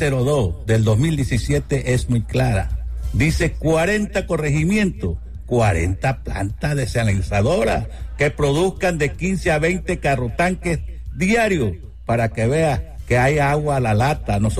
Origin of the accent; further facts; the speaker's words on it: Uribia, La Guajira, Colombia; corregimiento de Irraipa, municipio de Uribia, La Guajira, Colombia. Sí, aquí, como indígena que soy